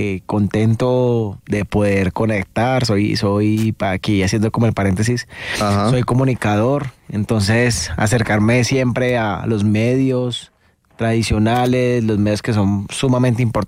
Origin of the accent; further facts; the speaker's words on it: Cali, Valle del Cauca, Colombia; Yo soy del sur de Cali. Desde el barrio Limonar, pues viví muy pequeño en el norte, pero fue pasajero. Ajá. Y ya radicado en el sur de Limonar, y ahí ya fuimos yéndonos un poquito más para el sur.